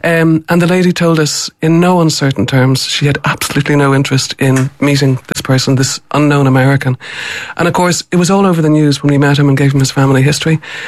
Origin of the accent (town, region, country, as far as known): Ireland